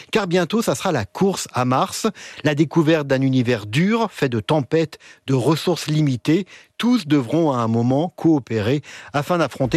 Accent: France; Je viens de l'Hexagone.

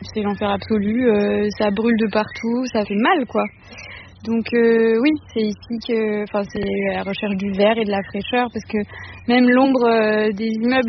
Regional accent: Lyon, Auvergne-Rhône-Alpes, France; now in Brittany, France; Je viens de Lyon. Mon désir de venir m'installer en Bretagne était clairement lié au climat et au rapport du GIEC.

